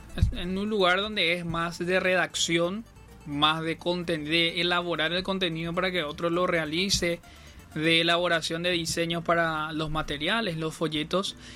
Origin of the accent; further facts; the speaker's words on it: Paraguay; llevamos nuestra música paraguaya, nuestro baile paraguayo.